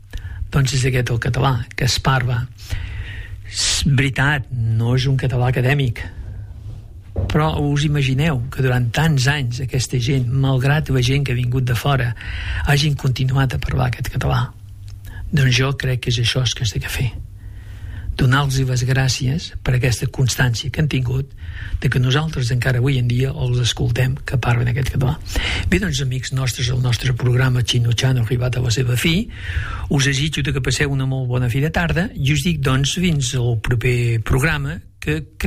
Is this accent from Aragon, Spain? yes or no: yes; Aragon, Spain; moved away; m'he criat a la Franja de Ponent, en aquestes terres formidables en què el català el volien proscriure.